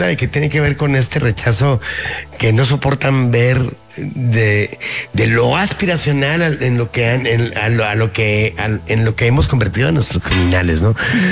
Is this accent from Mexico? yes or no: yes; Mexico